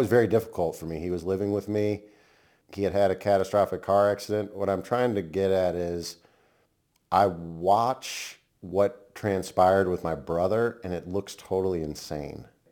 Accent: St. Louis, Missouri, United States; born there; I was born in St. Louis, Missouri.

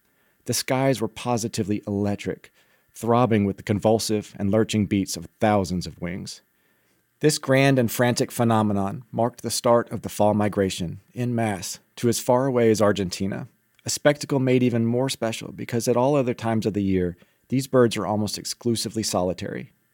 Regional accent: Alabama, United States; not too far from where I grew up in Alabama.

